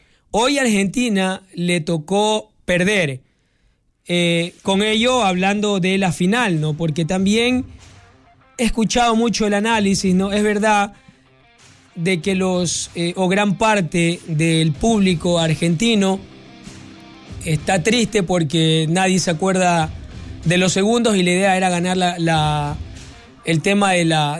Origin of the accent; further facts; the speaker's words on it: Ecuador; a nuestro país, a Ecuador